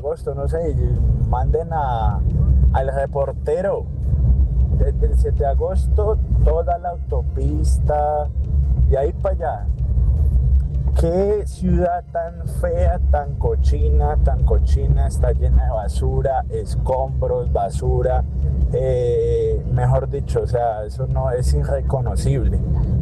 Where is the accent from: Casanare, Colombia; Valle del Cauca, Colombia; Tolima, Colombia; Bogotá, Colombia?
Valle del Cauca, Colombia; Cali; hacer como una denuncia o dar como una queja como caleño que soy.